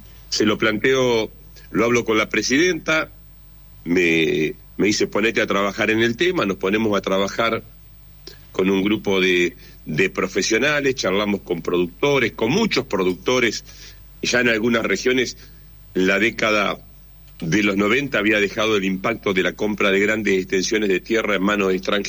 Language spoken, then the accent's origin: Spanish; Chacabuco, Buenos Aires Province, Argentina; Yo soy de Chacabuco, las extensiones son de 100, 200, 300 hectáreas